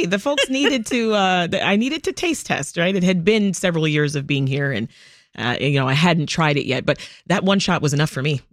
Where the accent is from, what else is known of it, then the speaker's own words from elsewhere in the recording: Canada; Put me on record as a Canadian here. I will never call Lake Ontario Lake America.